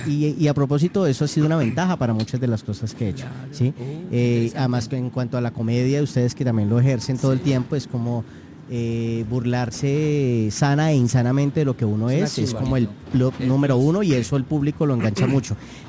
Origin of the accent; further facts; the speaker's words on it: Cali, Valle del Cauca, Colombia; como soy de Cali